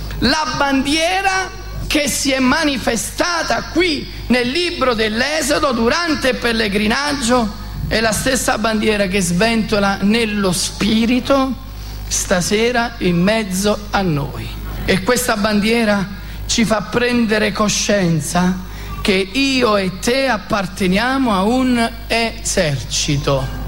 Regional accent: Naples, Campania, Italy; Io sono napoletano, ha una bandiera, anche.

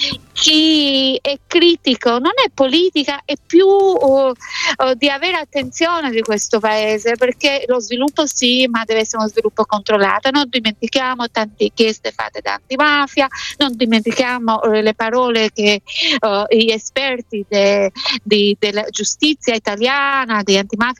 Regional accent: Tirana, Tirana County, Albania; Italian is a second language; moved away

